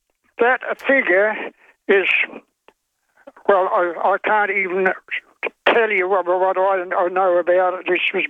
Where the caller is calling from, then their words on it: Australia; we as Australian citizens